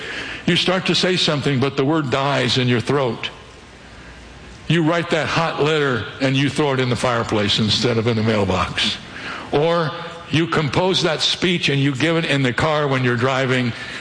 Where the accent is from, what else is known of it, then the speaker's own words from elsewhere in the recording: Ohio, United States; When I grew up in the Midwest, in Ohio, firecrackers were both legal and plentiful.